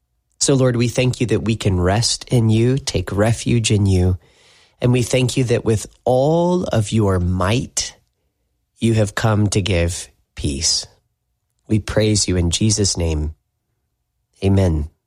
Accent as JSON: {"language": "English", "town": "Tupelo", "region": "Mississippi", "country": "United States"}